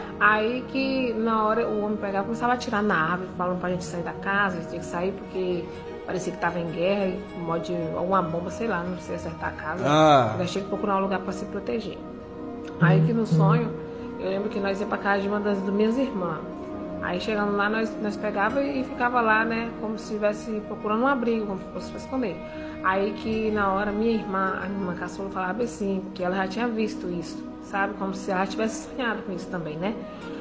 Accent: Brumado, Bahia, Brazil; sou da cidade de Brumado, Bahia.

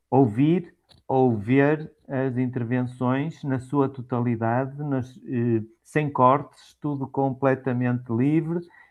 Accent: Portugal; Nós não poderíamos, como bons portugueses e bons irmãos que somos

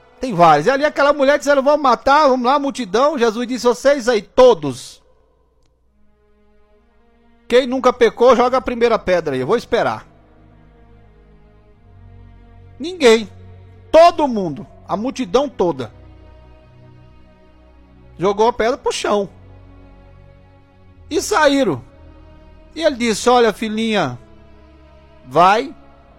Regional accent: Tocantins, Brazil; Eu sou lá, eu sou do natural do Tocantins, né?

